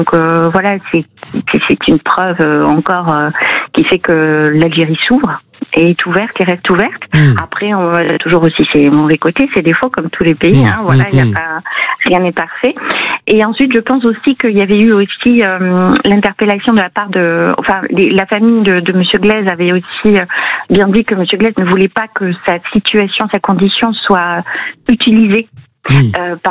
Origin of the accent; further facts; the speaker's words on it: France; born there; Alors moi, je suis née en France. Hein, oui. Je suis née en France. Mes parents sont d'origine algérienne.